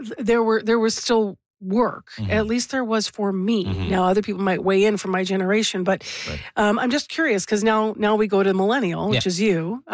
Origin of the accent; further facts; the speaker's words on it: Winnipeg, Manitoba, Canada; when I was growing up in Winnipeg here